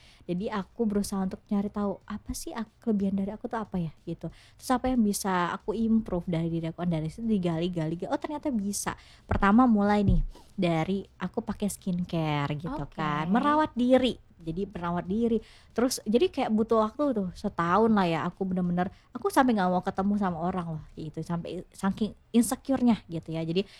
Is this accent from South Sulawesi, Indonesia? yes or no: no; Curup, Bengkulu, Indonesia; aku asalnya dari Curup aslinya